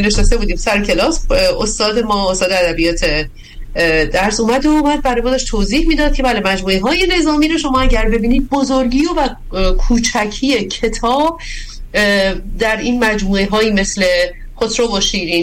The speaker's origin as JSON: {"language": "Persian", "region": "Gilan", "country": "Iran", "said": "کسی اینجا از شمال اومده؟ خب من دستمو گرفتم بالا، من گیلکم."}